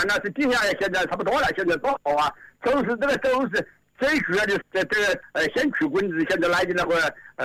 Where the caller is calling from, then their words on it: Wuhan, Hubei, China; 我是黄陂区。蛇口街。